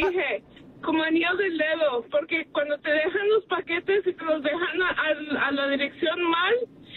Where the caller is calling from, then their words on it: Long Beach, California, United States; de Long Beach.